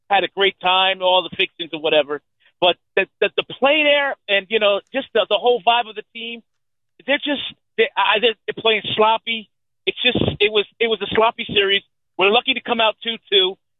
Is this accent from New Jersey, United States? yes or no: yes; New Jersey, United States; now in Sanford, United States; I'm in Sanford, Florida. Okay. I'm actually originally from Jersey, but I moved down here. You know, my job took me down here. I'm loving it, man. I don't miss Jersey.